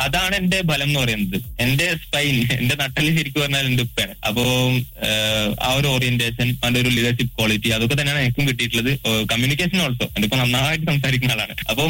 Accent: Kannur district, Kerala, India; ഞങ്ങളുടെ നാട് ഇവിടെ കണ്ണൂർ ജില്ലയിൽ നിന്ന് അടുത്ത് തന്നെയാണ്, ഒരു 4 kilometers മാത്രമേ ഉള്ളൂ കണ്ണൂർ ടൗണിന്.

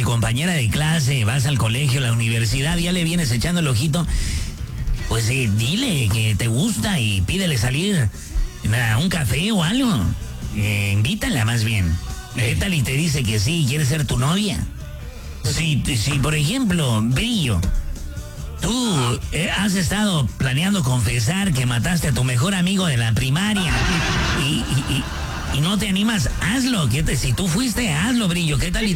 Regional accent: Ciudad Obregón, Sonora, Mexico; also born or lived in Mexico City

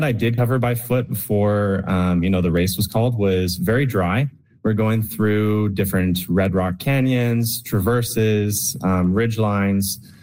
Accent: British Columbia, Canada; I am 26 from British Columbia, Canada, and I am an ultra endurance athlete.

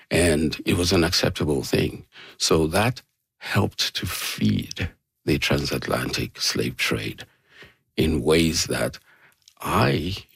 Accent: Nigeria; moved away; we had so many things that we didn't even know growing up in Nigeria because we were not interested.

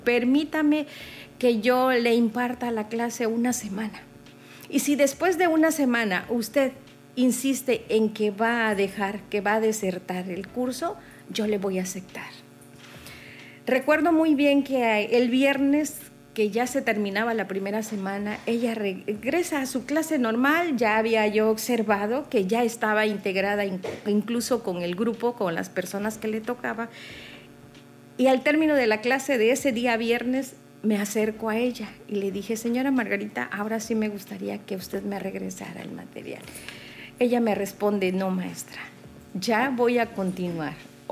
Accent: Palizada, Campeche, Mexico; moved away; soy originaria de Empalizada

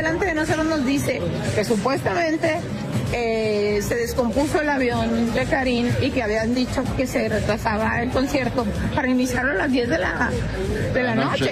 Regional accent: Chihuahua, Mexico

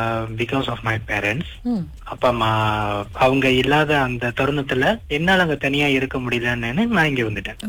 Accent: Shah Alam, Klang, Selangor, Malaysia; moved away as an adult; now in Kedah, Malaysia; நான் வந்து பிறந்து வளர்ந்தது எல்லாமே ஷாலாம் கிளங், அங்கதான் பிறந்து வளர்ந்தது எல்லாமே. படிச்சது, என்னோட காலேஜ் முடிச்சது எல்லாமே அங்கதான்.

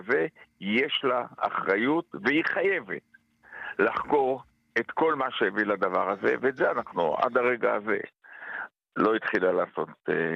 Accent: Northern Israel, Israel

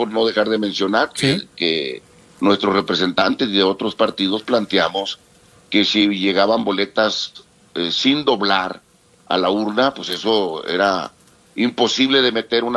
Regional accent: Mexico; En su momento todos somos mexicanos y deberíamos de evitar seguir polarizando a México

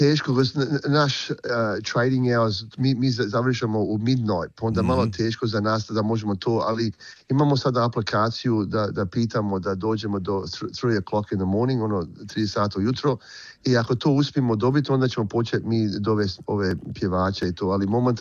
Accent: New South Wales, Australia; ja sam rođen u Australiji

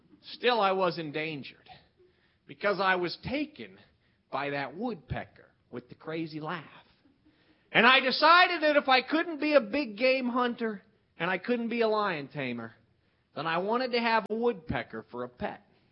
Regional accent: West Virginia, United States; But I grew up here in West Virginia

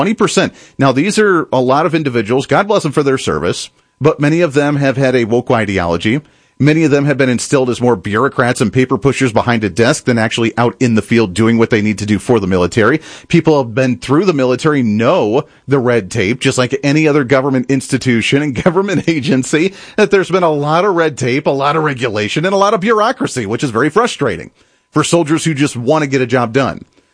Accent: Kansas, United States; I want to bring it to Kansas, where my home state is

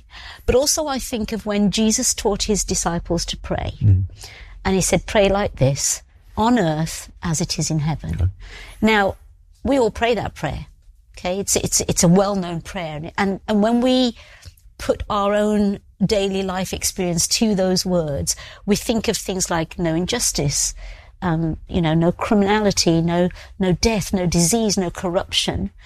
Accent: England, United Kingdom; born there; Because in Britain, I'd always been black. You know, from my birth, I was born here in England. And then I get to the US and they say, oh, you're not black.

